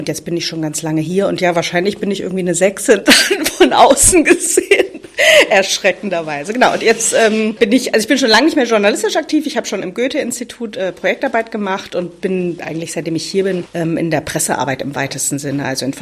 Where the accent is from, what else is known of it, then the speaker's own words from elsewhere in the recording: Thuringia, Germany; now in Dresden, Germany; aber ich komme natürlich aus Thüringen und ich bin Thüringerin. Und das bleibe ich auch den Rest meines Lebens, auch wenn ich vermutlich in Sachsen alt werde.